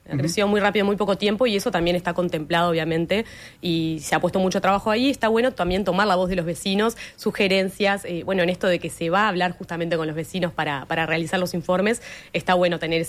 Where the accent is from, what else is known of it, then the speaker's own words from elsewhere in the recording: Montevideo, Uruguay; mi segunda casa es Canelones, porque yo la realidad es que soy de Montevideo, ya te digo, mis padres viven allí en Marín de Salinas, mi hermana en El Pinar, yo voy prácticamente todos los fines de semana, y hace 12 años que trabajo Ciudad de Canelones